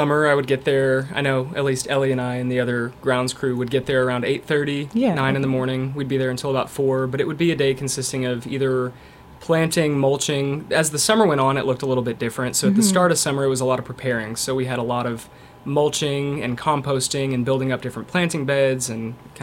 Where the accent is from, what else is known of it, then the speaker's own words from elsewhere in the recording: Lexington, Kentucky, United States; I'm from Lexington.